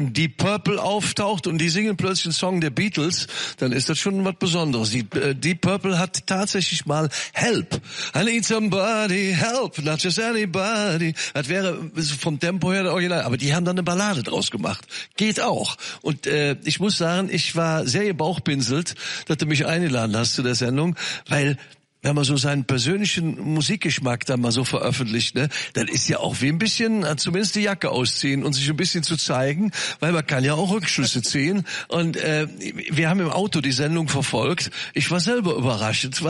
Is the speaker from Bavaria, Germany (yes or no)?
no; Leverkusen, North Rhine-Westphalia, Germany; ich bin ja kein richtiger Kölner, schwer Schlebuscher Jung, ihr merkt schon, nicht Leverkusen, ich bin Schlebuscher, das ist ein Unterschied.